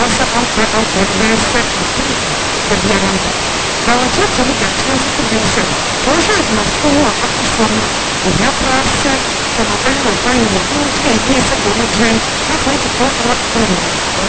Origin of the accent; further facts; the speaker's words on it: Ghana; I was from Ghana